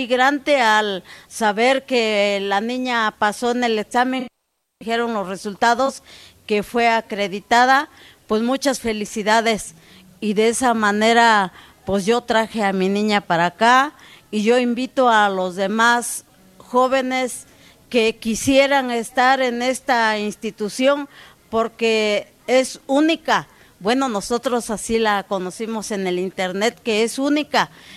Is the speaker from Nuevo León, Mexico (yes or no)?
no; Acatlán de Osorio, Puebla, Mexico; Yo vengo de Acatlán de Osorio, 3 horas más para allá, en la zona marginada.